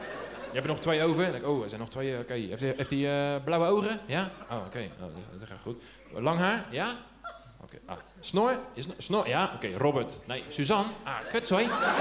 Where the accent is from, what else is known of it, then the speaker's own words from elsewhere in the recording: Rotterdam, South Holland, Netherlands; Ik kom uit IJsselmonde. Hier zie je hier vandaan. Om het hoekje. Ik ben opgegroeid daar.